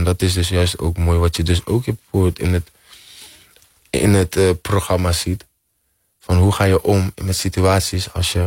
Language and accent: Dutch; Curaçao; zit ik nu als een man met ik ben trots dat ik van Curaçao kom.